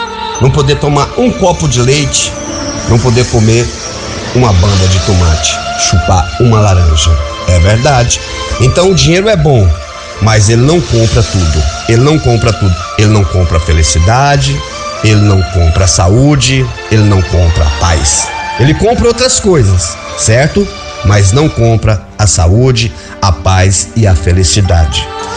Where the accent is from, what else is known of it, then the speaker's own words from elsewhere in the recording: Bahia, Brazil; Sou baiano com muito orgulho, graças a Deus.